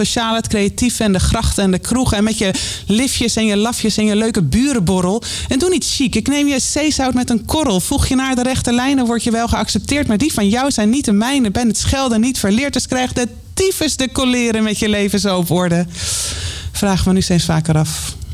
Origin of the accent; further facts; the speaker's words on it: Amsterdam, North Holland, Netherlands; moved away as an adult; now in Baarn, Netherlands; En ik ben dus echt geboren en getogen in Amsterdam